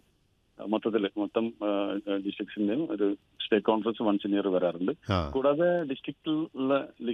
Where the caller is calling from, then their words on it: Kakkodi, Kerala, India; ഞാൻ sir കക്കോടിയാണ്, കൂടത്തുമ്പയിൽ proper.